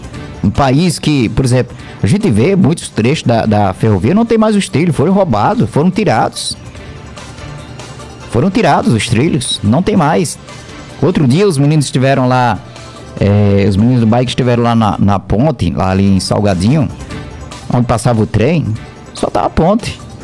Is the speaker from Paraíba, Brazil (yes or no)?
yes; Campina Grande, Paraíba, Brazil; Nós somos de Campina Grande.